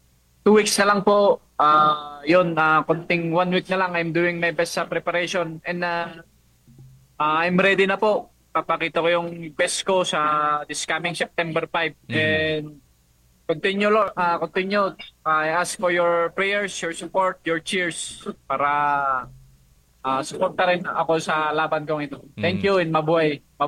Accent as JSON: {"language": "Tagalog", "region": "Cordillera Administrative Region", "country": "Philippines", "said": "Ayun po, pride naman ako na nire-represent yung Pilipinas bilang isang Pinoy and lalong-lalo na dito sa amin as sa Cordillera"}